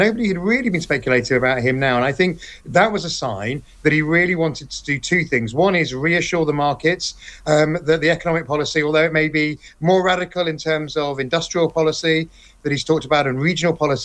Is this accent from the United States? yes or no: no; Manchester, North West England, United Kingdom; I'm a Mancunian